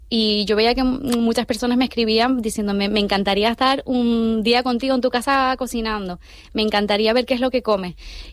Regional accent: La Palma, Canary Islands, Spain; la isla de La Palma, que es de donde yo soy, pues es uno de los motores económicos principales. Entonces, también es verdad que yo vengo de una familia en la que siempre se ha trabajado el campo

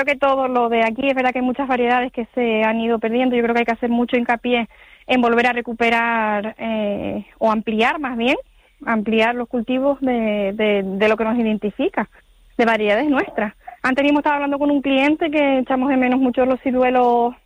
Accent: Canary Islands, Spain; lo que nos identifica como canarios

